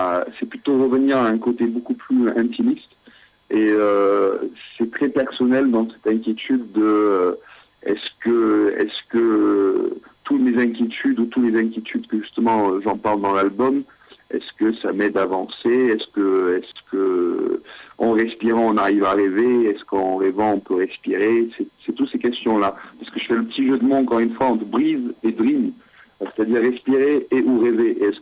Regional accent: Glasgow, Scotland, United Kingdom; je suis de Glasgow

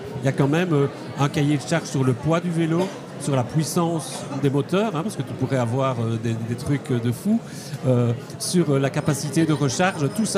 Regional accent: Belgium; Les Français, ils devaient venir en Italien. Et on est des Belges. On s'entraide.

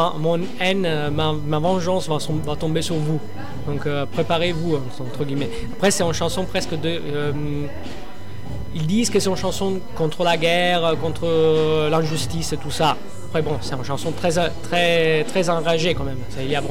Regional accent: Sicily, Italy; first language Sicilian; French is a second language; je commençais aussi à chanter dans ma langue maternelle, en sens en sicilien, parce que j'ai rajouté dans mon set une chanson traditionnelle sicilienne

